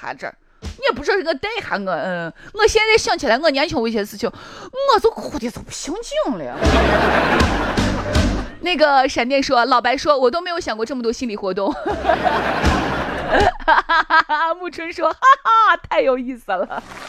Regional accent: Shaanxi, China; 其实琵琶行用我们陕西方言读其实更好玩

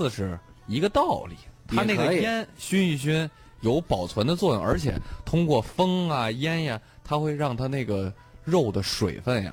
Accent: Zhangjiakou, Hebei, China; 你知道我的家乡是河北张家口

